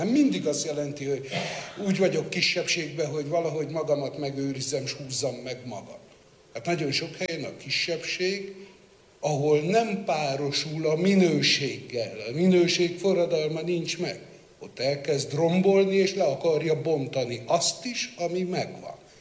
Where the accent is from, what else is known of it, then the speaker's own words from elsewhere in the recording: Székely Land, Romania; Én székelyföldi vagyok